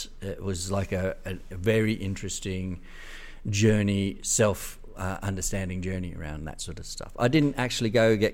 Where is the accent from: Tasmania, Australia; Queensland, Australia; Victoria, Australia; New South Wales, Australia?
New South Wales, Australia; Granville; I grew up in Granville, a very multicultural place, and I loved that.